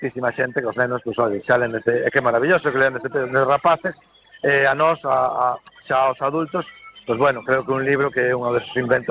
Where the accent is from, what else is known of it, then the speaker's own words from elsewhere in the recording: Bañobre, Galicia, Spain; se o digo polo meu pueblo, ¿no? Bañobre, quer dicir, non somos nin concello, temos unha verbena, ¿no?